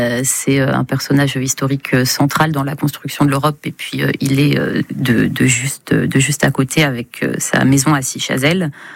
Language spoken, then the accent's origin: French; Nantes, Pays de la Loire, France; moved away as an adult; now in Metz, France; Je suis de Nantes.